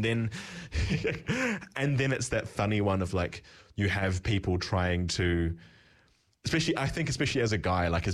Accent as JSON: {"language": "English", "town": "Gore", "region": "Southland", "country": "New Zealand", "tie": "born or raised there", "also_born_or_lived": "Dunedin", "said": "growing up in the South Island, right, like, so, like, the nearest town to me growing up was Gore."}